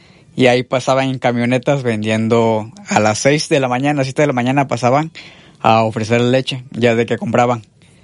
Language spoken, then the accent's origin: Spanish; Catemaco, Veracruz, Mexico; born there; now in Veracruz, Mexico; saludos allá para mi tierra, para Catemaco